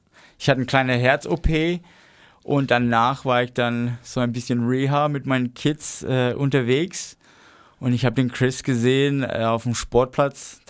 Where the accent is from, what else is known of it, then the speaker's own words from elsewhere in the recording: Australia; German is a second language; Und ja, ich bin Australier und so australische Hip-Hop gefällt mir auch.